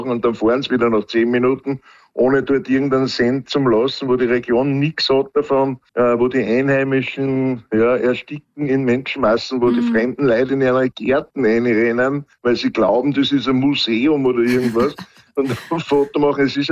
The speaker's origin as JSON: {"language": "German", "region": "Upper Austria", "country": "Austria", "said": "oder waren zum Beispiel bei uns in Oberösterreich, in Hallstatt, das ist sehr bekannt"}